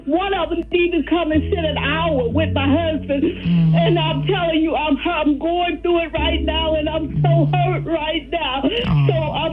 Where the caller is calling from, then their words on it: Cleveland, Ohio, United States; I'm calling from Cleveland, Ohio.